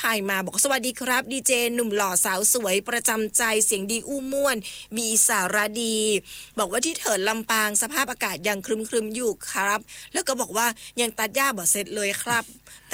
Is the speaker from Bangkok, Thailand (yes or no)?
no; Chiang Mai, Thailand; ฉันเป็นคนเชียงใหม่